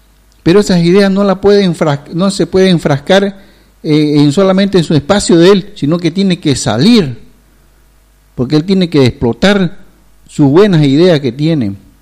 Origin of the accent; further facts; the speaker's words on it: eastern lowlands, Bolivia; Pero soy camba.